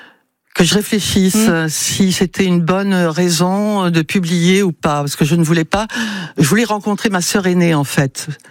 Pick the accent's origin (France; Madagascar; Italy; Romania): Madagascar; born there; Moi, je suis née à Madagascar.